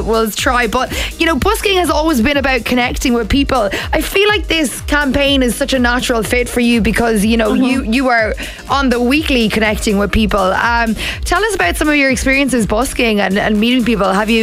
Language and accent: English; Limerick, Munster, Ireland; Limerick, I'm from Limerick!